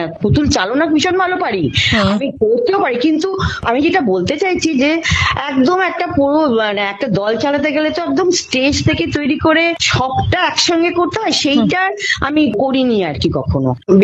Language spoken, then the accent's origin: Bangla; Burnpur, West Bengal, India; moved away as an adult; now in Kolkata, India; না জন্ম কলকাতা, মানে যেহেতু মামা বাড়ি কলকাতায় ছিল, জন্ম ওখানে হলো, মানে আমার বাবা ওখানে চাকরি করতেন তো আমরা ওখানেই ছোটবেলা থেকে থেকেছি, ওখানকার স্কুলেই পড়েছি।